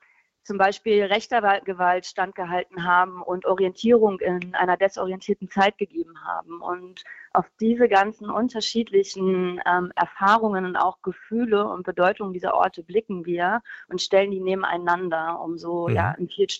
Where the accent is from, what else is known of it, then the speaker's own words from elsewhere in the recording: Wernigerode, Saxony-Anhalt, Germany; meiner Heimatstadt Wernigerode aus Sachsen-Anhalt, wo ich herkomme